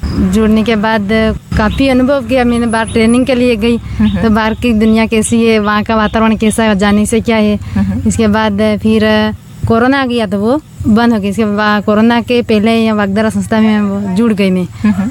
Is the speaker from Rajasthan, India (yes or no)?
yes; Ghatol, Rajasthan, India; ग्राम पंचायत रोंजिया, तहसील घाटोल, जिला बांसवाड़ा, राज्य राजस्थान।